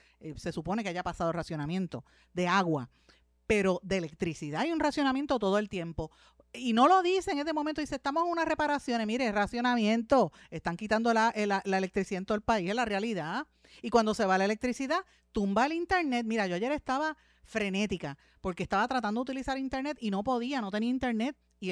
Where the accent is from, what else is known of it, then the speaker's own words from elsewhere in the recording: Puerto Rico; en Puerto Rico somos colonia y dependemos todo de Estados Unidos